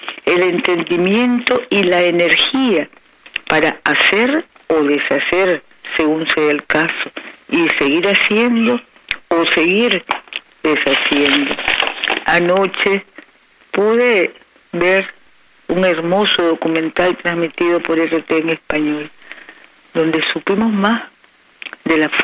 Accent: Nicaragua; also born or lived in Niquinohomo; Nacimos y crecimos en esta Nicaragua nuestra, en nuestros hogares y familias llenos de fe y devoción.

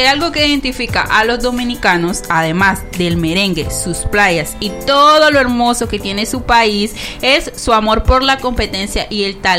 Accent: Nicaragua; Ustedes saben cómo somos los nicaragüenses, que nos alegramos por todo.

